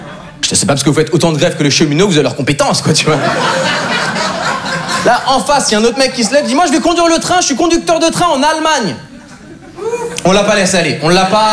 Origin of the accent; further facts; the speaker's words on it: Switzerland; moved away as an adult; also born or lived in Montreal, Canada; now in France; en plus d'être suisse, je suis brésilien. Ouais, c'est bizarre, hein. J'ai une tête d'Allemand, j'ai grandi en Suisse et j'ai de la famille en Amérique du Sud.